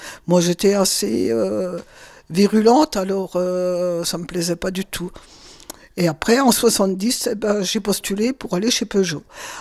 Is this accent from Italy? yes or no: no; Audincourt, Bourgogne-Franche-Comté, France; also born or lived in Valentigney; Alors moi, je suis née à Valentigny, à côté d'Audincourt. On habitait avec mes frères et mes parents au centre-ville d'Audincourt.